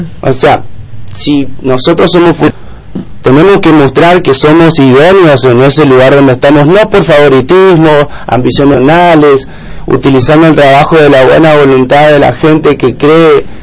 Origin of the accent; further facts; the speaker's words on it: Argentina; que como soberanía nosotros como argentinos tenemos que garantizar y preservar que los niños son sujetos de derecho.